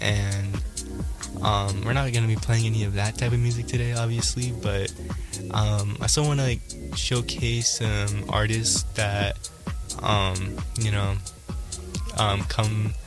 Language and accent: English; United States; due to me being Mexican American, I grew up to a lot of like I guess like Spanish like rock songs due to my parents, you know.